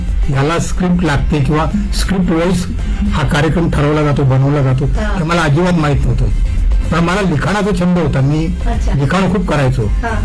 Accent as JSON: {"language": "Marathi", "town": "Mumbai", "region": "Maharashtra", "country": "India", "tie": "born or raised there", "said": "मी आधी मुंबईत राहायचो. Okay. वरील कोळीवाडा हे माझं गाव आणि कोळीवाडा म्हटलं की संपूर्ण कोळ्यांचं गाव आहे ते."}